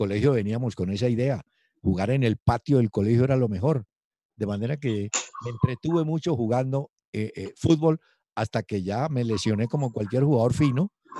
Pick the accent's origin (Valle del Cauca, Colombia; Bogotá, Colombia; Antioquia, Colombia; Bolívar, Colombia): Valle del Cauca, Colombia; Cali; born there; Pero realmente yo nací en Cali, pero la cercanía con el eje cafetero pues siempre me sirvió por la familia, por las costumbres.